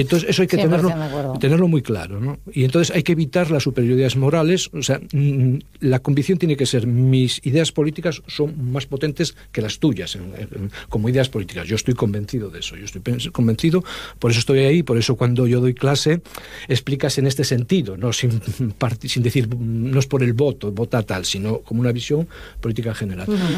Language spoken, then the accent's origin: Spanish; Spain; nosotros, como españoles blancos